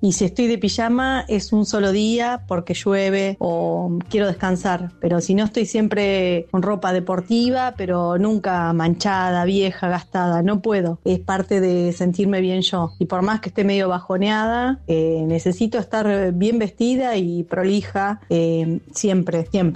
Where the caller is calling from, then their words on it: Azul, Buenos Aires Province, Argentina; desde Azul.